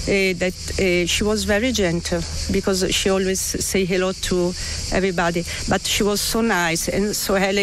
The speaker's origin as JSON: {"language": "English", "town": "Sirmione", "region": "Lombardy", "country": "Italy", "tie": "born or raised there", "second_language": "English", "said": "Because I grew up in Sirmione. I came from a local family. We used to have an hotel in Sirmione."}